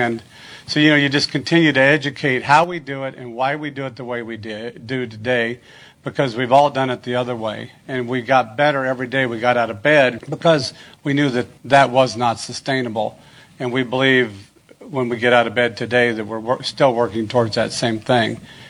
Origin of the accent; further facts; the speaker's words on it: Washington, Iowa, United States; I'm from Washington, Iowa, Washington County, Southeast Iowa.